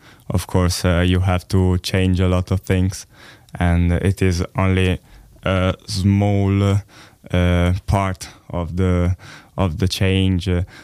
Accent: Reggio Emilia, Emilia-Romagna, Italy; now in Leipzig, Germany; sono qui a Lipsia da 3 settimane e vengo da Reggio Emilia e sono qui per un tirocinio con il progetto Erasmus. Reggio Emilia si trova vicino a Bologna ed è una piccola città

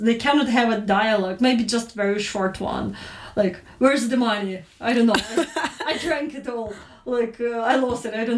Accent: West, Ukraine; we come from different regions of Ukraine. I'm from the West, where the culture and language was more preserved.

